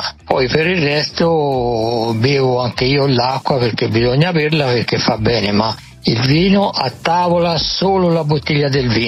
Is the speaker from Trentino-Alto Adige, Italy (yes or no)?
no; Montalcino, Tuscany, Italy; born there; sono nato a Montalcino